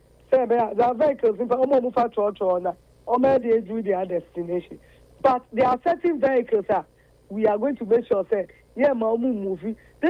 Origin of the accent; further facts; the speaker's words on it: Ghana